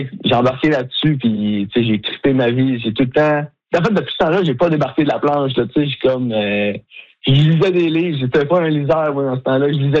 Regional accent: Quebec, Canada; comme je viens du Québec et tout, puis comme on me connaît pas tant en fait.

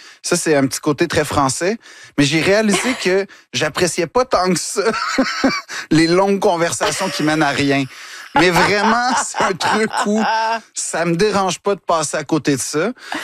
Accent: Quebec, Canada; moved away as an adult; now in Paris, France; je tiens à rester québécois jusqu'au bout des doigts

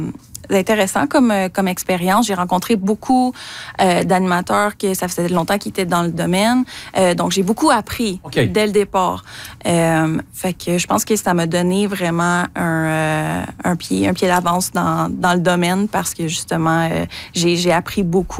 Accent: Montreal, Quebec, Canada; moi, dans le fond, je viens de Montréal, donc c'est quand même vraiment le fun de pouvoir faire quelque chose comme ça dans ma province.

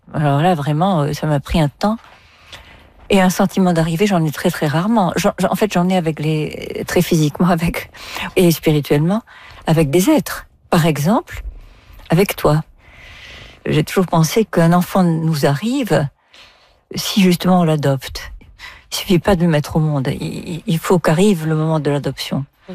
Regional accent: Algeria; now in France; D'Algérie, je suis partie, mais parfois, je me dis aussi, tu sais, si on joue avec l'idiome français, je suis d'Algérie, je suis partie, je suis une partie d'Algérie.

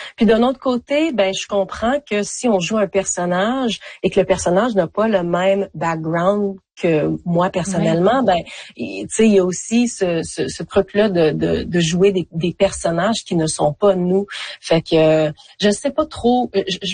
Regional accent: Quebec, Canada; moi, j'ai grandi en Beauce, au Québec. Mes parents parlent que français.

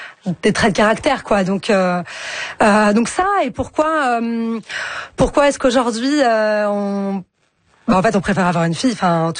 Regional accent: France; C'est vrai que chez nous, en France ou comme vous le disiez au Canada, c'est pas possible.

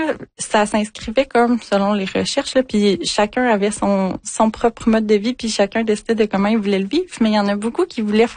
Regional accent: Quebec, Canada; dont on est dépouillé en tant que Québécois

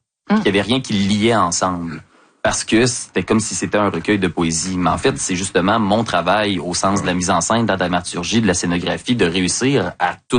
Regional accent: Lévis, Quebec, Canada; Après avoir passé toute mon enfance à Lévis, en plus, là, tu sais, qui est d'ailleurs un des sujets du spectacle.

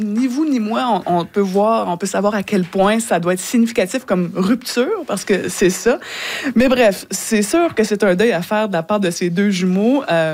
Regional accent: Quebec, Canada; Oui, je viens de Mauricie, mais il y a des histoires là.

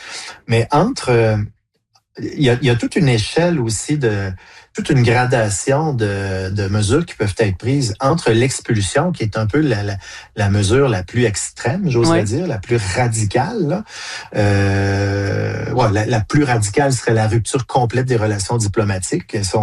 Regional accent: Canada; chez nous au Canada, le délai qu'on a décidé, c'est un délai de 10 jours.

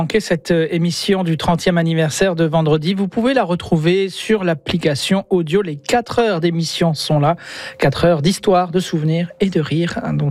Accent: Canada; ici au pays, chez nous au Canada

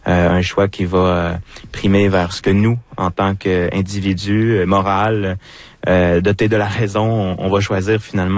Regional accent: Pessamit, Quebec, Canada; moved away as an adult; now in Ottawa, Canada; je suis originaire de Pessamit, donc en tant qu'Autochtone.

